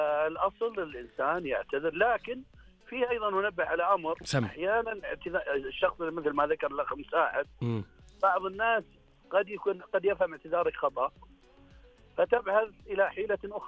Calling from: Riyadh, Riyadh Province, Saudi Arabia; أكلمك من رياض

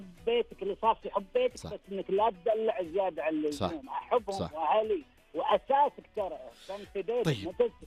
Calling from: Kuwait; ولدكم من الكويت

